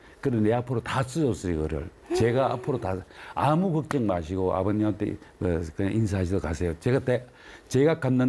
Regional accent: Sangju, North Gyeongsang, South Korea; 제가 그 고향이 상주인데요. 예. … 그래서 처음에 서울에서 고등학교를 졸업하고

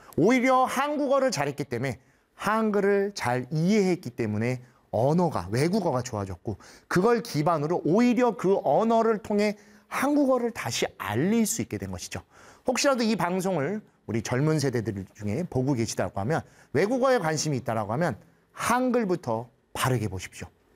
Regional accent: South Korea; moved away as an adult; also born or lived in Japan

